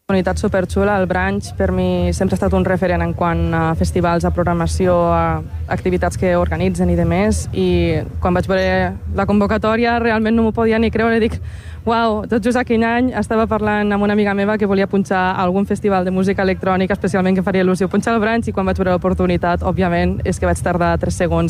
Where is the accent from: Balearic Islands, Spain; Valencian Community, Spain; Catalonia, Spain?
Catalonia, Spain; L'Ametlla de Mar; now in Barcelona, Spain; Jo soc de l'Ametlla de Mar.